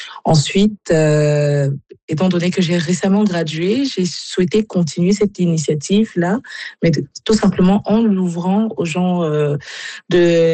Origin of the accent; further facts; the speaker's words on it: Cameroon; Donc, moi, je suis originaire du Cameroun, ce qui fait que parfois, on écoutait des sonorités camerounaises.